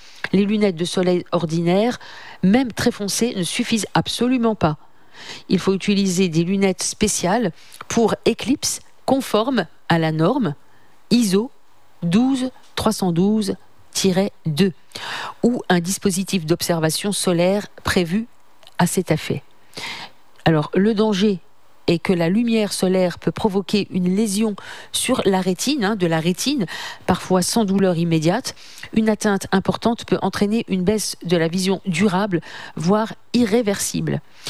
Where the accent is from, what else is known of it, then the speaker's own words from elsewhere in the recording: France; chez nous, en France, elle sera partielle